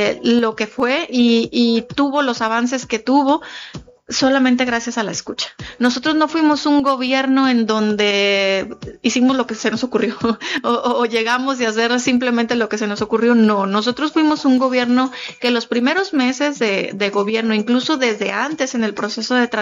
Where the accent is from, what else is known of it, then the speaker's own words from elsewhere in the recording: Mexico; nos caracteriza como mexicanos